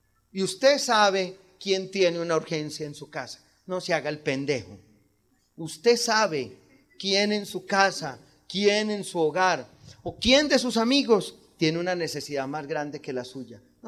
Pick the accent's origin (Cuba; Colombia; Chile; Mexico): Colombia; Antioquia; Como los antioqueños todos creemos que todavía vivimos al lado del río y gritamos